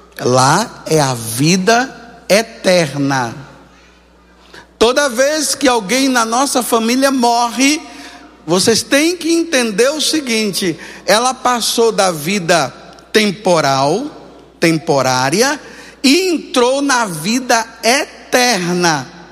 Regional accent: Bahia, Brazil; Eu sou baiano.

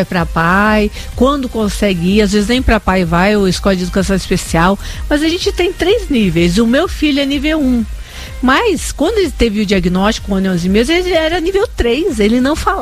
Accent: Rio de Janeiro, Brazil; accent: gaúcho; also born or lived in Rio Grande do Sul; Eu tenho esse sotaque meio de gaúcha, ah. Mas eu não sou gaúcha.

